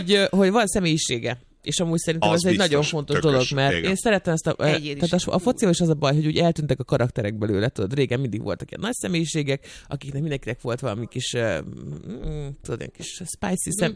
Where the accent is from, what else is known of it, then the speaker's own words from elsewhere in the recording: Hungary; Én tisztességes magyar nő vagyok